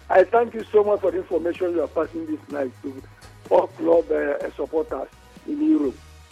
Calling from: Nigeria

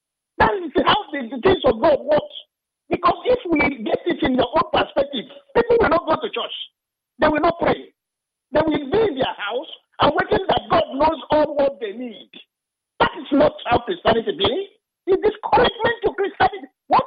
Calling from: Port Harcourt, Rivers, Nigeria; I am calling from Port Harcourt.

